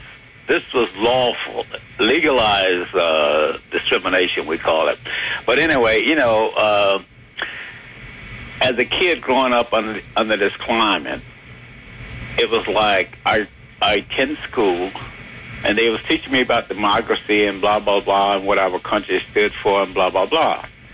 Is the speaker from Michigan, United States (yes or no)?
no; Daytona Beach, Florida, United States; I was like 13 years old, you know, in Daytona Beach, Florida, my hometown